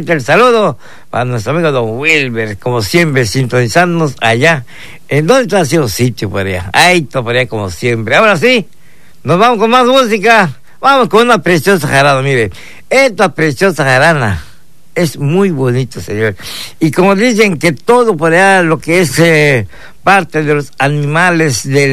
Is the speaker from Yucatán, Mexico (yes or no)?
yes; Yucatán, Mexico; Los yucatecos no debemos de agachar la cabeza.